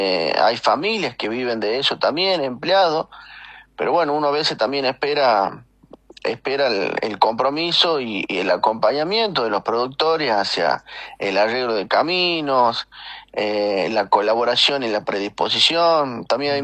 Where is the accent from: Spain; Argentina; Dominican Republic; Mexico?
Argentina; Tucumán; Es normal de que si vienen a mi pueblo o vayan al pueblo que quieran en Tucumán y en el país